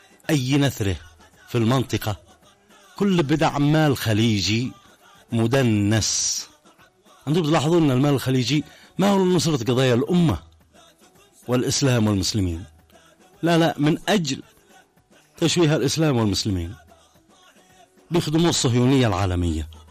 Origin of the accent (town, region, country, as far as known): Yemen